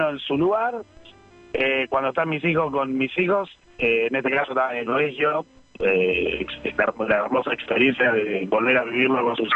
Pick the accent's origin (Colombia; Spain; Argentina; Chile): Argentina; más allá de ser argentino